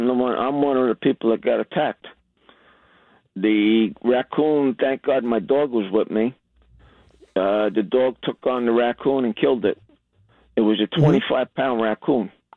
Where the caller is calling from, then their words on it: New York City, New York, United States; in Brooklyn, we have rabies we have to worry about.